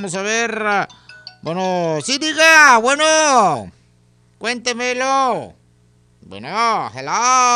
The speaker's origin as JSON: {"language": "Spanish", "country": "Mexico", "said": "soy mexicano"}